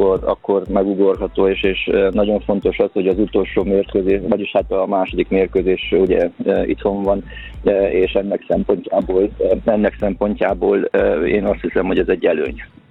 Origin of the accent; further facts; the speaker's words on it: Odorheiu Secuiesc, Harghita, Romania; mert gyerekkoromban Székelyudvarhelyen ugye a női kézilabda akkor A divízióba játszott, és akkor én még egy ilyen ifjúsági játékos voltam